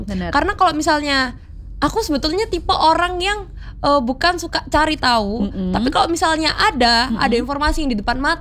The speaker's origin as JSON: {"language": "Indonesian", "town": "Surabaya", "region": "East Java", "country": "Indonesia", "tie": "born or raised there", "said": "dari kecil ya udah dari kecil kan karena udah di Surabaya."}